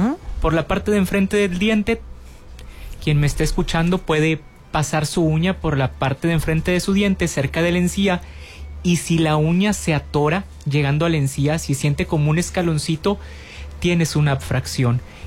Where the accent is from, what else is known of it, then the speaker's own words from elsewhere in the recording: Allende, Coahuila, Mexico; now in Piedras Negras, Mexico; Y sí, soy de aquí de Allende, ya radico aquí en Piedras Negras. Yo ya me considero nigropetense desde que llegué. Tengo ya casi 10 años aquí en Piedras Negras